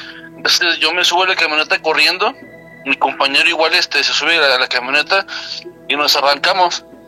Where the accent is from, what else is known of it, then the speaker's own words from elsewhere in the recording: Saltillo, Coahuila, Mexico; now in El Marqués, Querétaro, Mexico; yo soy de Saltillo, Coahuila. Yo viví mucho tiempo ahí en Coahuila, y lo que es ahí en Parras y Ramos Arizpe